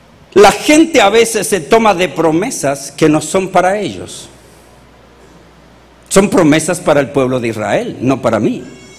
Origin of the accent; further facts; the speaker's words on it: Chile; born there; moved away; Porque yo nací en Chile. Soy chileno. Creía que Dios era chileno cuando vivía en Chile. Yo nací en la iglesia pentecostal